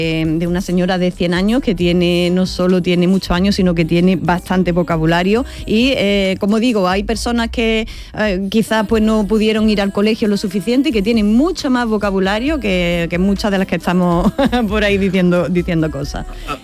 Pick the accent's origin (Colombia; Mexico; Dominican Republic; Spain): Spain; Andalusia; Anda, Iznájar está cerca de mi pueblo